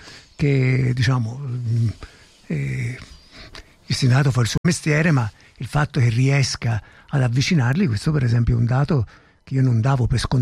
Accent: Tuscany, Italy; Io ho vissuto la mia giovinezza a Rifredo, in un quartiere operaio, c'erano le fabbriche, erano molto sindacalizzati

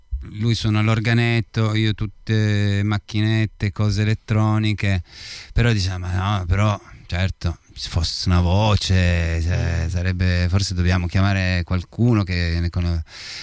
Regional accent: Turin, Piedmont, Italy; born there; io sono nato a Torino

